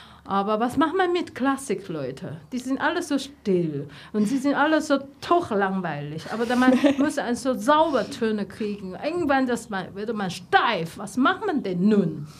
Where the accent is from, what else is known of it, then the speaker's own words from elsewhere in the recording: Taiwan; born there; German is a second language; moved away; Ich wurde in Taiwan geboren, sie wurde in China geboren